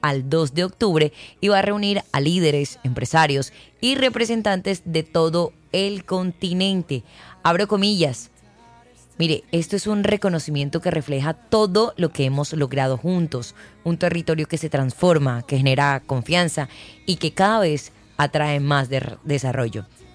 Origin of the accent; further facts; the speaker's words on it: Barranquilla, Atlántico, Colombia; a mí el corazón se me infla como buena barranquillera y afortunada de serlo, la verdad, y orgullosa.